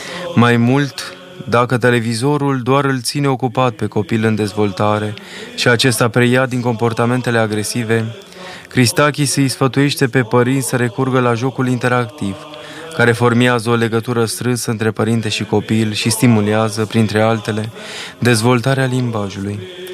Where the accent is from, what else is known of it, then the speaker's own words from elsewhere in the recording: Romania; pentru că eu sunt român și așa mă consider ca un bun român și îmi iubesc neamul.